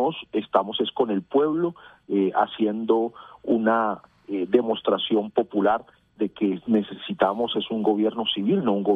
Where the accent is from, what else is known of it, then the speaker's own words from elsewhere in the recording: Barranquilla, Atlántico, Colombia; Mire, yo soy barranquillero y a mí me gustaría que mi ciudad realmente esté a otro nivel